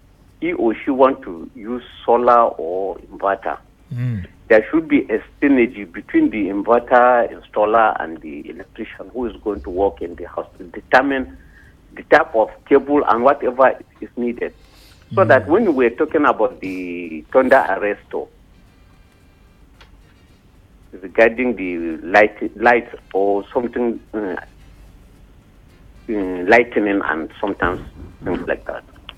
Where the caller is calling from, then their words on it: Ikorodu, Lagos, Nigeria; calling from Ikorodu.